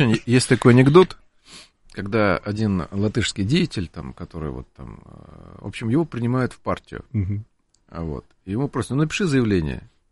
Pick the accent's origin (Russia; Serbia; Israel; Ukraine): Ukraine; Лично я наблюдал это у себя на родине, на Украине.